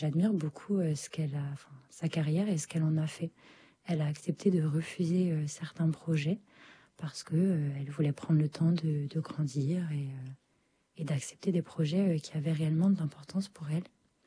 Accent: France; accent: very French; mon accent très français

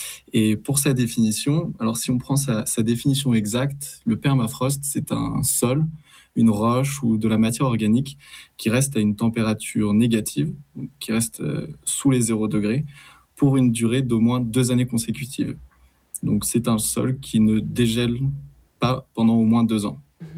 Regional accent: Auvergne-Rhône-Alpes, France; born there; je suis né en Savoie et je pratique beaucoup la montagne pour mes loisirs personnels.

